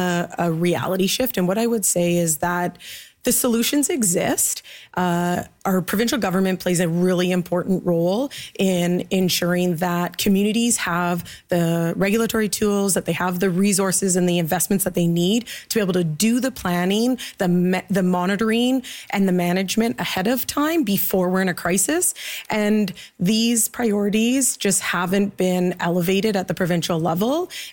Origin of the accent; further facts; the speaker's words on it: British Columbia, Canada; as British Columbians